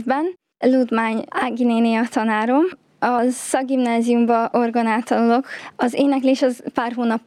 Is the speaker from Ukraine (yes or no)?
yes; Berehove, Zakarpattia Oblast, Ukraine; moved away; Kárpátaljáról, Beregszászból jöttem.